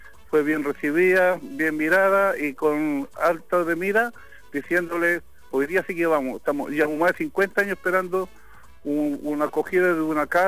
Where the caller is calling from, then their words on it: Chile; soy un ciudadano chileno, le dije yo